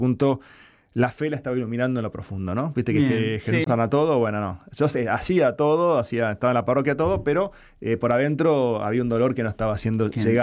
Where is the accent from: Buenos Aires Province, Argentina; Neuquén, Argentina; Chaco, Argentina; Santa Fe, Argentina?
Buenos Aires Province, Argentina; La Lucila; Me crié en La Lucila, en Olivos.